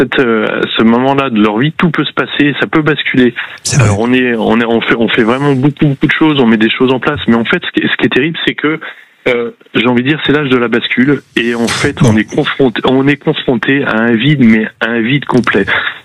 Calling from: Bordeaux, Nouvelle-Aquitaine, France; Je suis à Bordeaux depuis hier soir. Enfin, j'habite Bordeaux

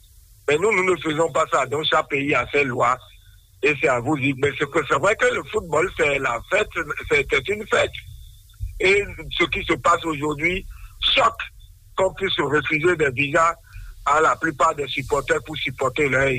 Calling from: Cotonou, Littoral, Benin; Sikakodier

